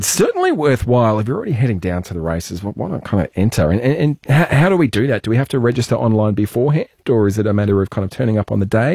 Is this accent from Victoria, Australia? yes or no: yes; Melbourne, Victoria, Australia; I grew up in Melbourne and I actually lived not too far away from Flemington Racecourse.